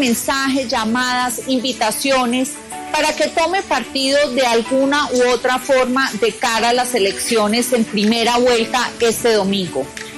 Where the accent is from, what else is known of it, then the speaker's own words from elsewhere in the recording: Pereira, Risaralda, Colombia; en mi tierra, en Pereira, y rodeada de los míos